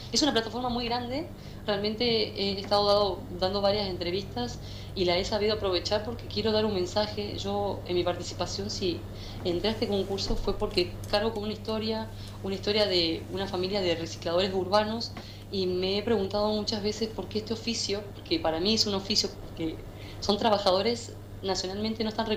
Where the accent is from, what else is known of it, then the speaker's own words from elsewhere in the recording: Río Gallegos, Santa Cruz, Argentina; moved away as an adult; now in Australia; soy oriunda de Río Gallegos